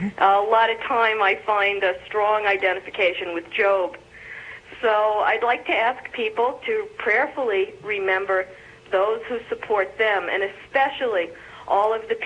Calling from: New Jersey, United States; I'm calling from New Jersey.

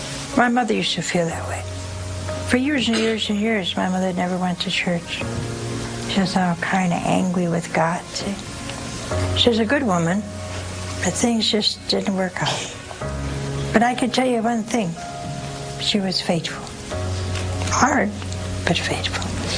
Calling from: Chicago, Illinois, United States; Chicago, Illinois.

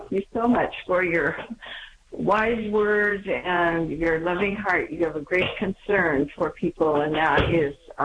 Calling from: Washington, United States; Well, I live in Washington State here

